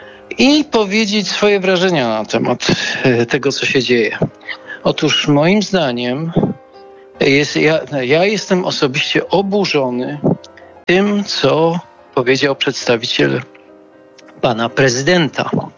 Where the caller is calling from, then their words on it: Lesser Poland, Poland; dzwonię z Małopolski